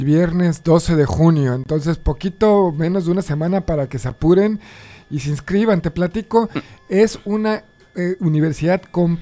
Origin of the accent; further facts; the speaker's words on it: Cuernavaca, Morelos, Mexico; Yo soy de Cuernavaca, Morelos